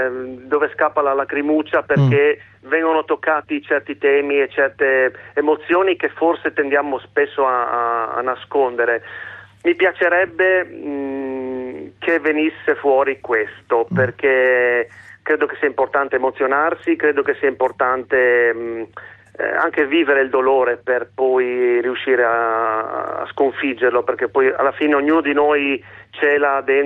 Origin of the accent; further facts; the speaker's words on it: Udine, Friuli-Venezia Giulia, Italy; Ma io sono di Udine Nord. Quindi qualcosina è arrivato anche da noi